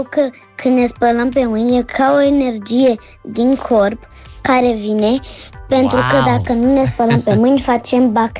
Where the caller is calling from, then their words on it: Iași, Iași County, Romania; din Iași, am 6 ani și sunt din România.